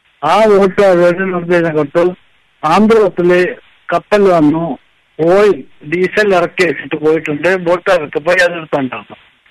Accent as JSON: {"language": "Malayalam", "region": "Lakshadweep", "country": "India", "tie": "born or raised there", "said": "ലക്ഷദ്വീപിലെ ഓടത്തിലുള്ള ഒരു യാത്ര, 8-ാം ക്ലാസ് പഠിക്കുന്നവരെ ഞാൻ നാട് വിട്ടിട്ടില്ല."}